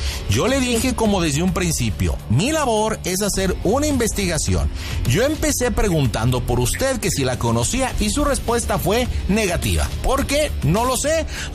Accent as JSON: {"language": "Spanish", "region": "Nuevo León", "country": "Mexico", "said": "Criticando porque soy una persona nacida en Nuevo León. Soy regia, soy fuerte, soy contundente."}